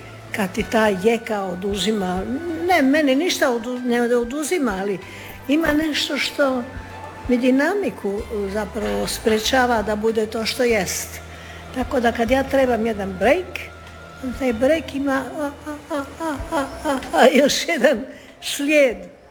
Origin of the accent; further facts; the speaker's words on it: Dubrovnik, Dubrovnik-Neretva County, Croatia; Dubrovnik je moj rodni grad, ja nemam tu šta reći, osim da sam mu vjerna do kraja života.